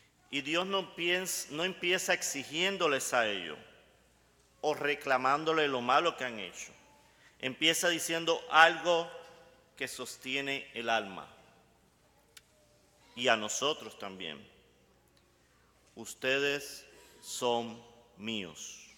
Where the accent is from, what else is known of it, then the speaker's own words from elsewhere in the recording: Camagüey, Cuba; also born or lived in Maryland / Washington D.C. / Colorado; now in United States; soy originalmente de Camagüey, llegué a Estados Unidos en el 2003, he vivido en diferentes lugares en Estados Unidos, en Maryland, en Washington D.C. y actualmente en Colorado.